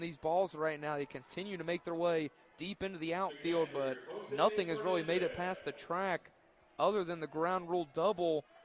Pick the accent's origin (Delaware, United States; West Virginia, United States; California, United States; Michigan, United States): West Virginia, United States; I was born and raised here.